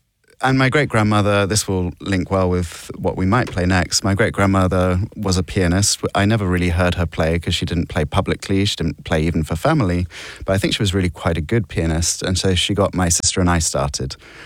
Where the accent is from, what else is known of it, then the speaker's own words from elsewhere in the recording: Guernsey; First of all, I was lucky growing up in Guernsey, where music and music education is strong.